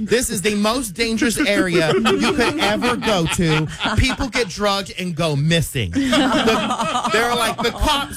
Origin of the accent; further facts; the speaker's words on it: Dallas, Texas, United States; I said, yeah, because I'm from Oak Cliff.